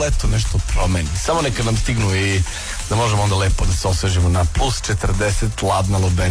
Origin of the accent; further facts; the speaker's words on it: Novi Sad, Vojvodina, Serbia; Ja sam tu iz Novog Sada. Ja sam tu iz kontinentalnog dela Evrope.